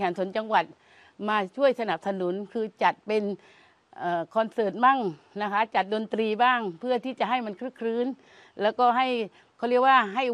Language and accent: Thai; Pattani, Thailand; moved away as an adult; ดั้งเดิมตัวเองเป็นคนปัตตานีนะคะเป็นพื้นเพคนปัตตานีดั้งเดิมแล้วก็นับถือศาสนาอิสลามนะคะในปี2555ก็คือได้มาสอบบรรจุแล้วก็ได้ที่นี่มาบรรจุข้าราชการที่นี่นะคะ